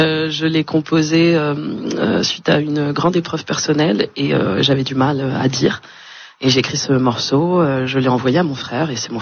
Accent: Amiens, Hauts-de-France, France; born there; moved away; Je suis née à Amiens, je fais comme beaucoup, donc je suis partie et revenue. Et voilà, je suis une artiste de 36 ans, j'ai deux enfants, et je chante en anglais et en français.

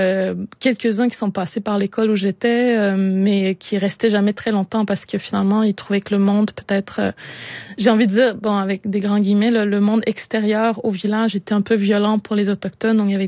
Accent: Pessamit, Quebec, Canada; also born or lived in Baie-Comeau; Puis l'enfance, je l'ai passé à Pessamite, dans mon village natal. L'adolescence à Bécomo, parce qu'il y avait eu déjà une pénurie de logements à Pessamite à l'époque, dans les années 90.

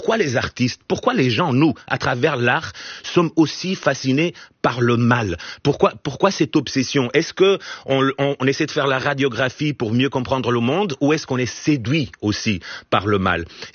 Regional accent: Portugal; mais moi je suis portugais, donc je propose aussi cette alternative.

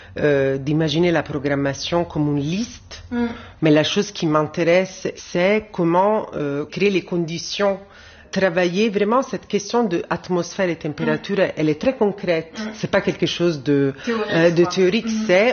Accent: Rome, Lazio, Italy; French is a second language; moved away; Moi, j'ai grandi à Rome. Et j'étais adolescente, disons, dans les années 90.

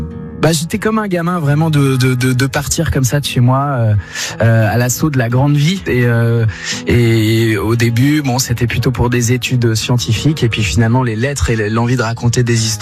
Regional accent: Nouvelle-Aquitaine, France; J'ai grandi dans la Creuse jusqu'à mes 17 ans. Et donc voilà, j'ai toutes mes racines, mes souvenirs, mon enfance là-bas.

